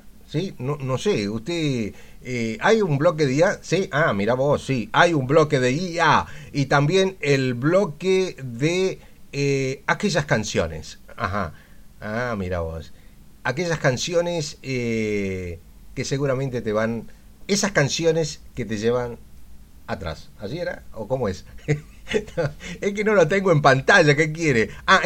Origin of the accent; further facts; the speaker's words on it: Argentina; nosotros estamos en Tucumán, Argentinos en la Red, y obviamente no somos bolivianos, somos argentinos